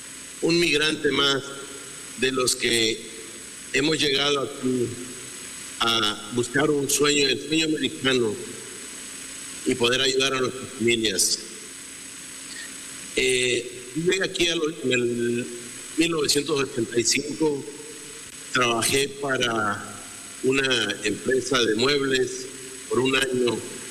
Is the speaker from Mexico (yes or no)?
yes; Puebla, Mexico; now in United States; Soy vicealcalde de la ciudad de Tasey, una ciudad donde la mayoría somos mexicanos y poblanos.